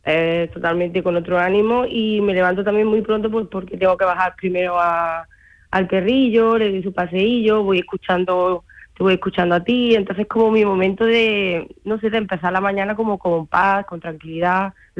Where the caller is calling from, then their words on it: Córdoba, Andalusia, Spain; estoy en Córdoba, Córdoba capital.